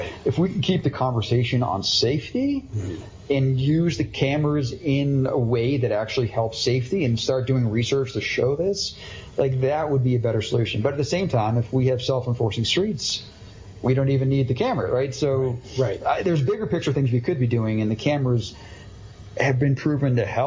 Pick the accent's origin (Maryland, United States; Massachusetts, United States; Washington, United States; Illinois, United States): Massachusetts, United States; growing up near Boston.